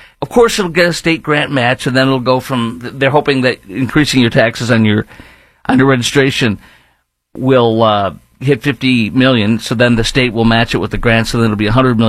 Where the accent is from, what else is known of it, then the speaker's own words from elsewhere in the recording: Chicago, Illinois, United States; now in Dallas-Fort Worth, United States; but I live in Dallas-Fort Worth, I am from Chicago, and I've seen a lot of bad frickin' roads